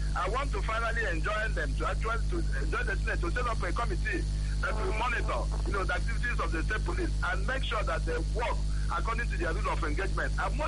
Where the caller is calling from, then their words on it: Imo, Nigeria; I'm calling from Aaron Lizog in Imo State.